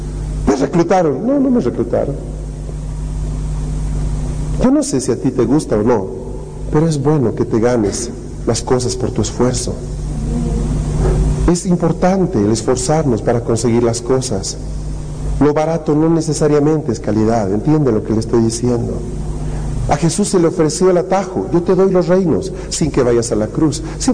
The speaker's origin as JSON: {"language": "Spanish", "region": "La Paz", "country": "Bolivia", "tie": "born or raised there", "said": "Yo crecí en una zona en Bolonia donde yo veía a los conscriptos cómo hacían el servicio militar."}